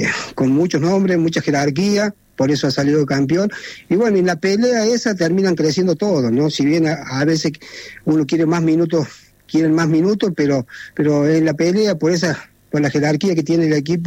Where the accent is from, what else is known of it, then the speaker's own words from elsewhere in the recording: Córdoba, Argentina; Yo, como todo cordobés, cuartetero